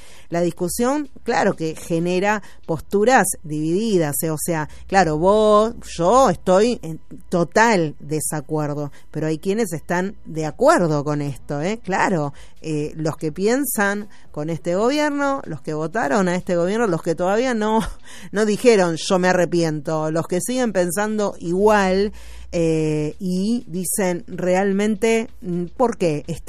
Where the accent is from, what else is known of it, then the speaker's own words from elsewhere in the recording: Argentina; Nosotros, los argentinos que estamos acá, que la remamos día a día